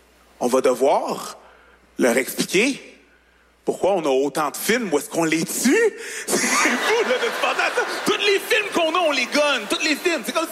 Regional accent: Longueuil, Quebec, Canada; accent: Longueuil; Puis je leur réponds, Longueuil. Je viens de Longueuil. C'est un accent de Longueuil, là. Mon pays d'origine.

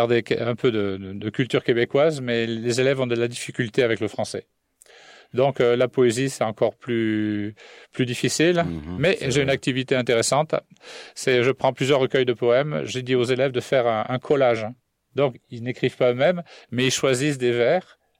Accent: Southern France, France; born there; moved away; j'ai fait des études d'espagnol en France. Donc, l'espagnol, c'était ma deuxième langue. J'habitais dans le sud de la France. Et notre patois, c'était, il y avait beaucoup de mots espagnols.

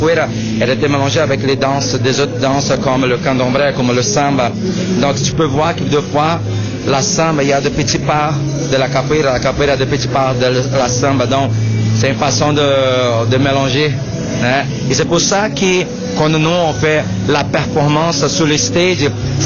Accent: Brazil; Pour moi, en tant que brésilien, je veux dire que c'est une chose qui me manque beaucoup, c'est la nourriture. Donc la nourriture brésilienne, elle est super riche.

